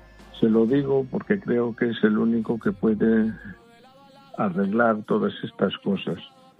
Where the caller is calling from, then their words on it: Vigo, Galicia, Spain; Soy un vecino de Vigo y aficionado al Celta